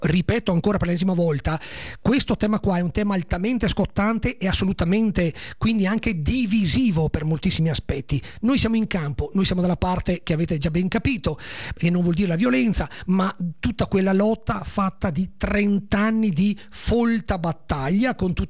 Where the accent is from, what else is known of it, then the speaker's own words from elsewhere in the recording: Veneto, Italy; sindaco di una realtà paesaggistica in provincia di Treviso, alle nostre parti